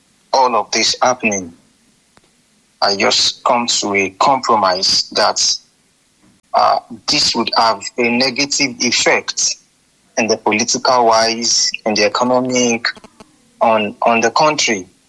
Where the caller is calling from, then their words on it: Ibadan, Oyo, Nigeria; I'm calling from Wofun area of Kute, Ibadan.